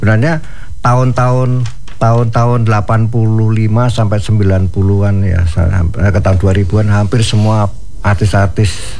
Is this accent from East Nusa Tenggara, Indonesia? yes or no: no; Surakarta, Central Java, Indonesia; now in Jakarta, Indonesia